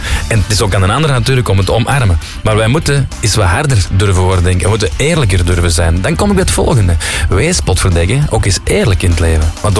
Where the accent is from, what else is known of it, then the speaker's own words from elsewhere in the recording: Flanders, Belgium; Wij als Vlamingen zijn zo niet grootgebracht.